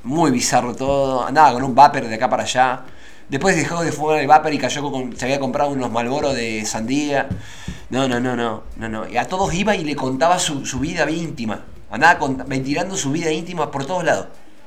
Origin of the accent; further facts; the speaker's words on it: Argentina; Y como argentinos que somos, vamos a salir adelante de vuelta, querido.